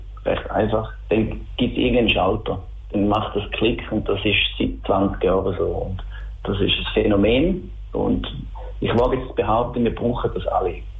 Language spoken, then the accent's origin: German; Schaffhausen, Switzerland; accent: Schaffhausisch; Ja, lass mal mein Dialekt, das ist immer noch Schaffhausisch.